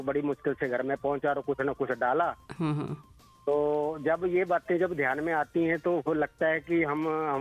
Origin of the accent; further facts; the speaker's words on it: Himachal Pradesh, India; वैसे मूलतः हमारा गाँव पड़ता है कांगड़ा के साथ, गाँव पड़ता है नंदरूल